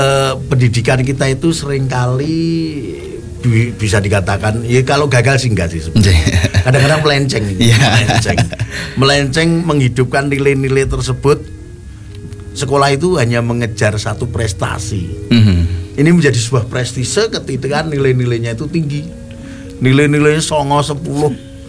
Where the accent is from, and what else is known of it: Special Region of Yogyakarta, Indonesia